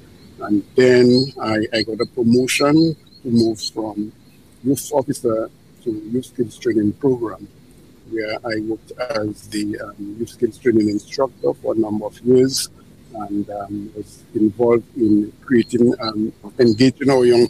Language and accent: English; Grand Bay, Dominica; I was born in Granby. I grew up in Granby, went to school in Granby, Granby Primary School.